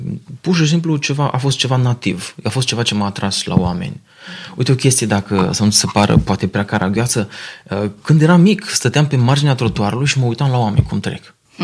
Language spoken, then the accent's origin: Romanian; Romania; Pentru noi ca români nu avem o istorie foarte veche cu legată de consiliere